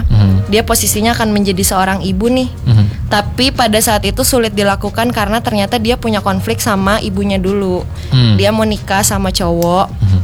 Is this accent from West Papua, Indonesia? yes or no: yes; West Papua, Indonesia; Aku lahir besar di sana.